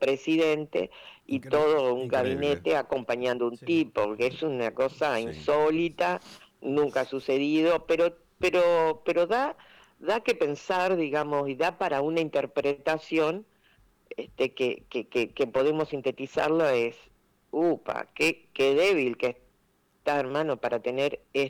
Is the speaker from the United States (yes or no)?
no; Argentina; lo que somos como argentinos y argentinas